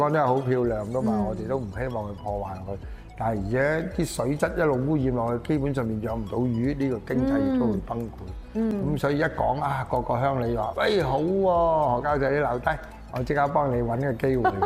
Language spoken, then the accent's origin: Cantonese; Shunde, Guangdong, China; 反而咧就真係落地咧，就翻我家鄉順德佛山區嘅佛山順德區裏面咧去搞呢件事咧